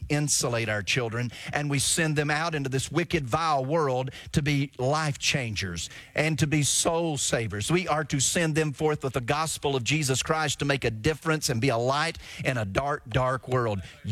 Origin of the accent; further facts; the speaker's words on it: United States; I thank God that I'm American, and I got great patriotism.